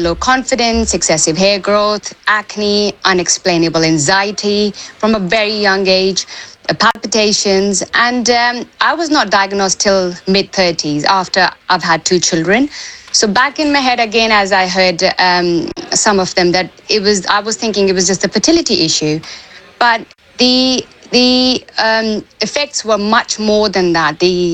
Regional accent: India; So I was born and raised in India, and I'm 45, but I'm talking about 90s when there was no conversation around it.

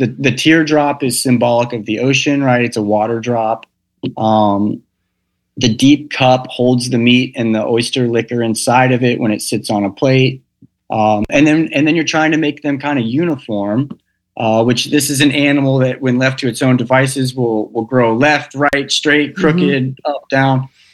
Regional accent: Texas, United States; moved away; I grew up in Texas, so I'm a big like space junkie

